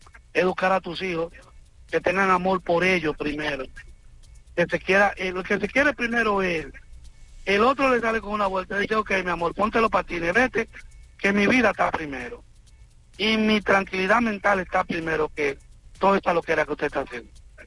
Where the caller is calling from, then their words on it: Santo Domingo Este, Santo Domingo, Dominican Republic; yo vengo de un barrio de Los Minas.